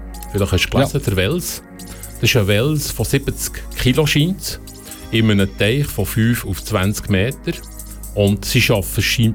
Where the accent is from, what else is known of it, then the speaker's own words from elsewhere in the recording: Switzerland; You are from Sweden oder Switzerland, also eigentlich immer umgekehrt. Die Leute haben immer das Gefühl, wir kommen aus Schweden, wo das sehr ähnlich tönt.